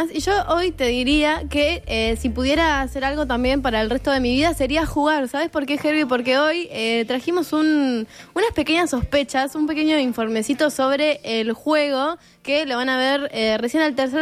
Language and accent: Spanish; Uruguay